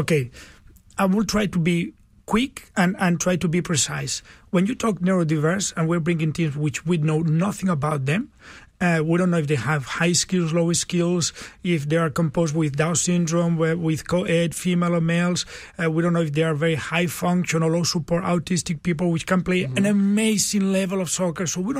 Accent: Barcelona, Catalonia, Spain; now in Houston, United States; I'm 62. I still play soccer. I'm from Barcelona, from Spain.

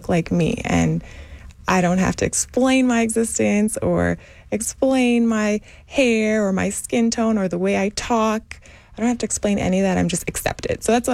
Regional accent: Canada; moved away as an adult; now in Houston, United States; I'm Canadian. So I moved here about 13 years ago now, 12 years.

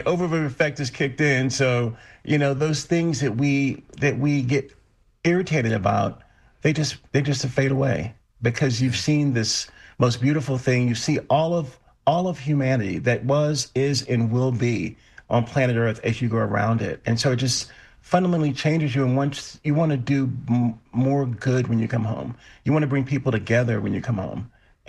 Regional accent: Lynchburg, Virginia, United States; We're flying over my hometown, Lynchburg, Virginia.

